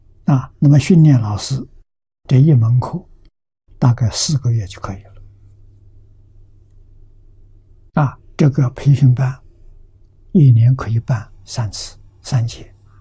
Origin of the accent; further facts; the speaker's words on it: China; 我们中国人看到外国人在起步了